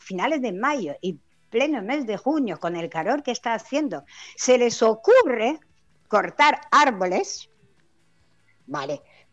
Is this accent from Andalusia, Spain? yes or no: no; Palma, Balearic Islands, Spain; Somos de Songoleu, somos de Pere Grau.